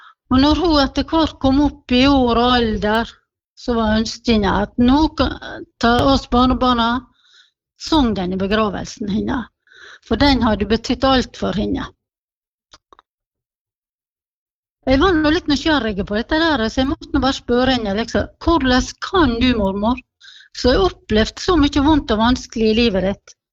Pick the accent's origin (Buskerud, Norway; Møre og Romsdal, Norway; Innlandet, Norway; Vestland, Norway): Møre og Romsdal, Norway; Giske; now in Sykkylven, Norway; Jeg bor i Sykkylven, men er født og oppvokst på Giske.